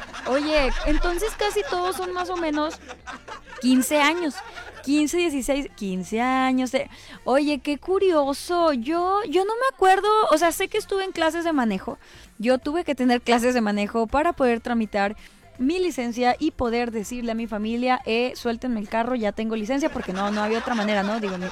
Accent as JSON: {"language": "Spanish", "country": "Mexico", "said": "somos mexicanos"}